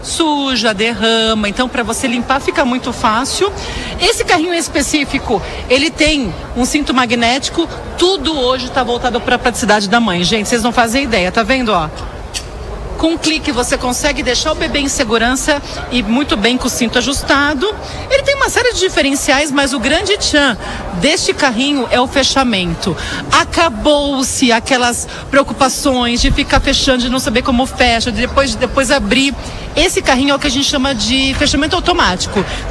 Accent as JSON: {"language": "Portuguese", "town": "Campinas", "region": "São Paulo", "country": "Brazil", "said": "Eu sou de Campinas."}